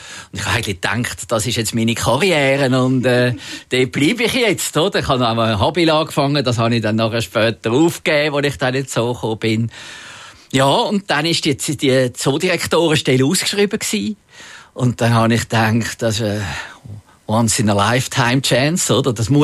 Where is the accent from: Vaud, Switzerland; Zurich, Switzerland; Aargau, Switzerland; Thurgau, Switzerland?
Zurich, Switzerland; Zürich; Aber natürlich bin ich aufgewachsen in Zürich und der Zoo war näher und ich war sehr viel im Zoo gewesen.